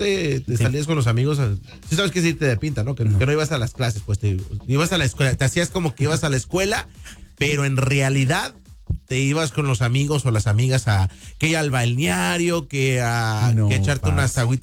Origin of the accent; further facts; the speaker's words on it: Mexico; Honestamente, hablando por de mí, que soy mexicano.